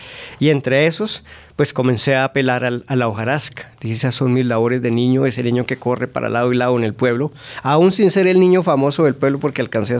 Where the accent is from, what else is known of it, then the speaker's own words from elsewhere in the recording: Siachoque, Boyacá, Colombia; Sí, sí, soy de Siachoque. Mi mamá es de Siachoque, mi abuelo y los antepasados de mi abuelo, quién sabe hasta qué